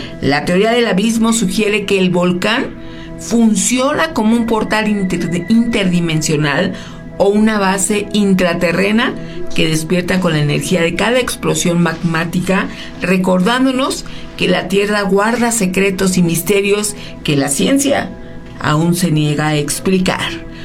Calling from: Guanajuato, Mexico; de Guanajuato.

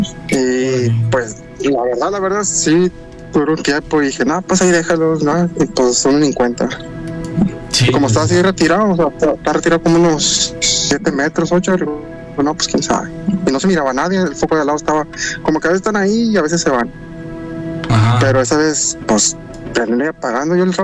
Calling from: Tamaulipas, Mexico; de Tamaulipas.

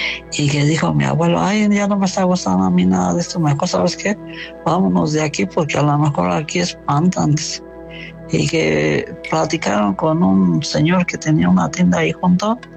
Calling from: Mexico; actualmente ahorita vivo en Minas de Cristo.

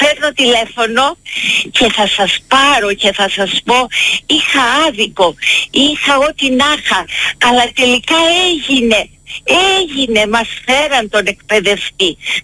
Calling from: Crete, Greece; ένα τέτοιο μέρος που εγώ ζω, μια τέτοια Ελλάδα

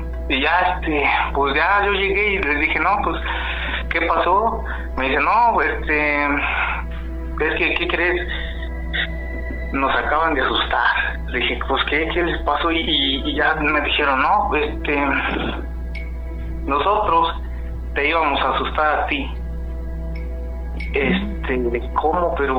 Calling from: San Luis Potosí, Mexico; Desde San Luis Potosí.

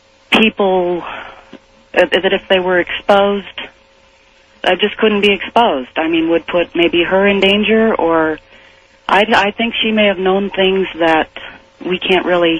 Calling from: Redding, California, United States; from Redding, California, KQMS.

